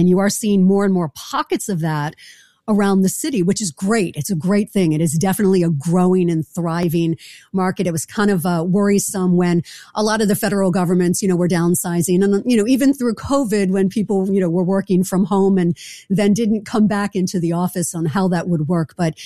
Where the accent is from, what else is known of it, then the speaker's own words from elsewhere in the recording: Maryland, United States; I grew up in Maryland and have always lived in either the D.C. area or Maryland.